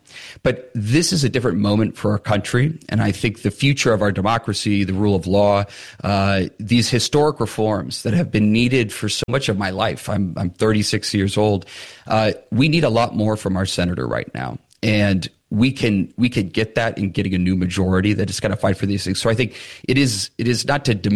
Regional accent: Lewiston, Maine, United States; I'm from Lewiston, born and raised. I'm raising my family in Lewiston, Auburn.

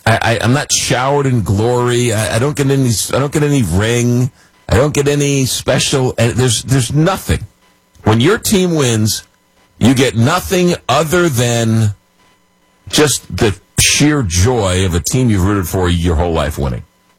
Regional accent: Long Island, New York, United States; growing up in Long Island, taking the Long Island Railroad into Penn Station.

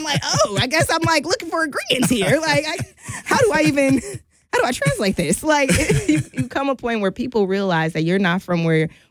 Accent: Milwaukee, Wisconsin, United States; It's like, I'm from Milwaukee. We here. Like, even when I'm out there and people are like, where you from? I'm like, I'm from Wisconsin. They're like, Wisconsin? I'm like, Milwaukee.

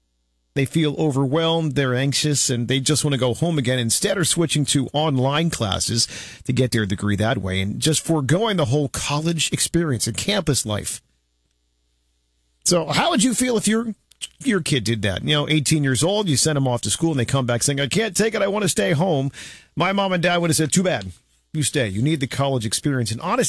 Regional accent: Philadelphia, Pennsylvania, United States; where I grew up in Northeast Philly.

